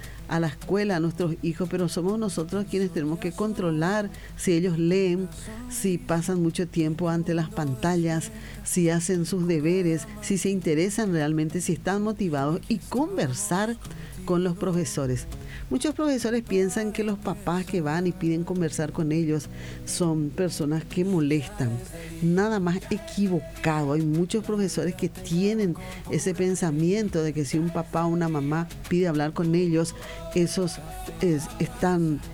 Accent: Paraguay

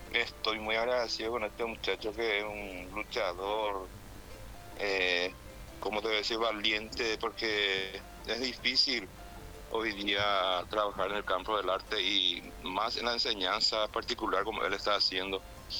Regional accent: Paraguay; en Paraguay, en mi país

